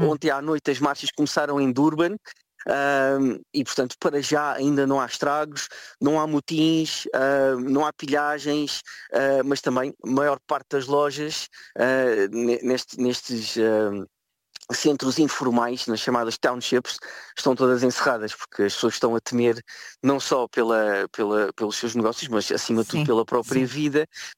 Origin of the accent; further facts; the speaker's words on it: Portugal; now in South Africa; nós somos portugueses